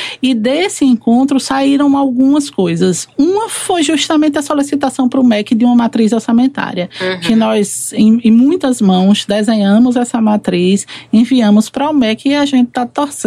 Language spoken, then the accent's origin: Portuguese; Sergipe, Brazil; E aí, em algum momento, eu fui pra minha terra, né? A gente sente o nordestino, ele sempre saudade de casa no meio do chão.